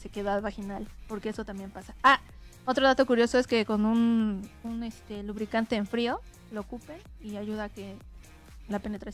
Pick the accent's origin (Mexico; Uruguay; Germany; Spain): Mexico; nosotros como mexicanos